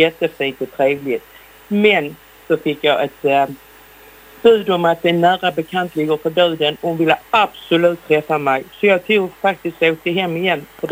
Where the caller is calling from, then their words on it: Malmö, Skåne, Sweden; Här är det … på Jägersrovägen.